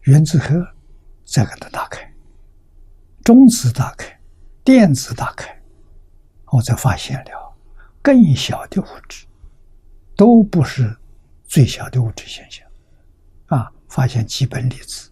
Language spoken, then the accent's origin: Chinese; China